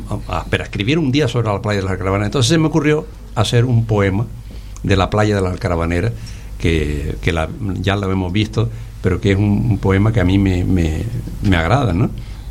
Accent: Las Palmas de Gran Canaria, Canary Islands, Spain; born there; Yo es que nací, y se puede decir, aunque nací en Tafira Alta, tierra de volcanes y de picón y de todo eso.

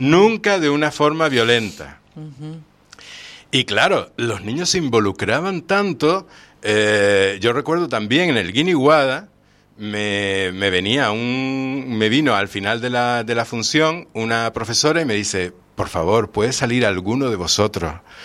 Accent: Canary Islands, Spain; yo es que soy canario

